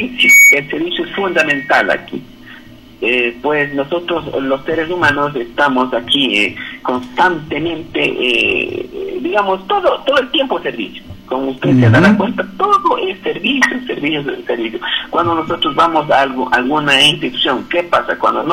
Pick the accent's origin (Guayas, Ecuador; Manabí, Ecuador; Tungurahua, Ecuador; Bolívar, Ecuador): Bolívar, Ecuador; San Pablo de Atenas; born there; first language Spanish